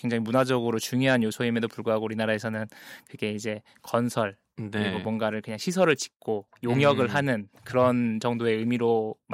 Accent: Jeonju, North Jeolla, South Korea; 예, 유년 시절을 보냈던 도시이기 때문에 네. 거의 마음의 고향이라고 볼 수 있죠. 전주로 내려가면서 네.

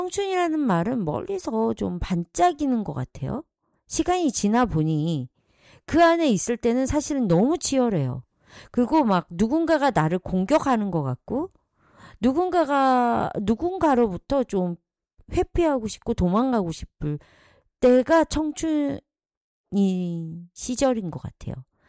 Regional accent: South Korea; 우리는 사실 한국 사람은 빨리빨리, 빨리빨리, 빨리빨리.

